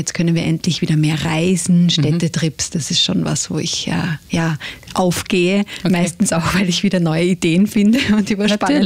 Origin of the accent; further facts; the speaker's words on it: United Kingdom; German is a second language; Und ich habe ja doch diese, ich bin Britin, ich habe dieses Englische in mir. Ich versuche das meinen Kindern weiterzugeben, auch mit zweisprachiger Erziehung. Und wir reisen jedes Jahr nach England